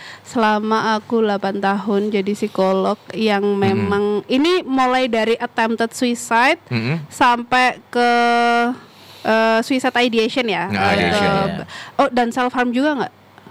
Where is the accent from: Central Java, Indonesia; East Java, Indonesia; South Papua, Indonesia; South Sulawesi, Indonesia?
East Java, Indonesia; Malang; Kalau karena aku orang Malang ya.